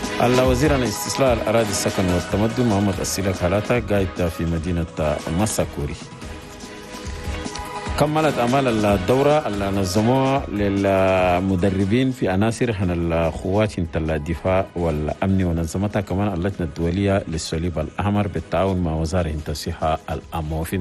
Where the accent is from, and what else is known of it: Chad